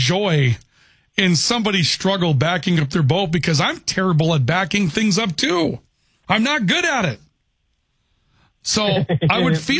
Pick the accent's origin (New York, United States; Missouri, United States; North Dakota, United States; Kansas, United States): North Dakota, United States; Valley City; my hometown of Valley City